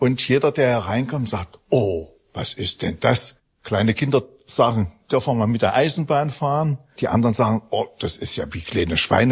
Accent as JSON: {"language": "German", "town": "Döblitz", "region": "Saxony-Anhalt", "country": "Germany", "tie": "born there", "also_born_or_lived": "Halle", "said": "Also ich bin hier in Döblitz geboren, bin auch in der Kirche getauft worden, aber bin in erster Linie kein Christ. Also das typische DDR-Kind."}